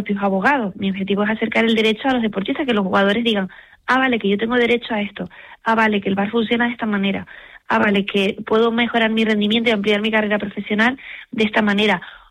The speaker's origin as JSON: {"language": "Spanish", "region": "Canary Islands", "country": "Spain", "said": "como canaria, lo quiero hacer una vez al año en Canarias"}